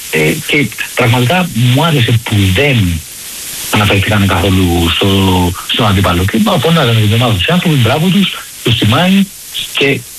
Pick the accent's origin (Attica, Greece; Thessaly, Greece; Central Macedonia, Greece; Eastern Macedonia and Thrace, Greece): Attica, Greece; Vyronas; επειδή είμαι από το Βύρονο και είναι γέννημα χρήμα.